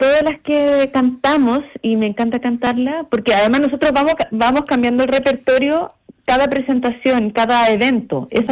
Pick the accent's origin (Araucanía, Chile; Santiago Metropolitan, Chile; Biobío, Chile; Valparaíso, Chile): Valparaíso, Chile; porque yo soy de Valparaíso, de la quinta región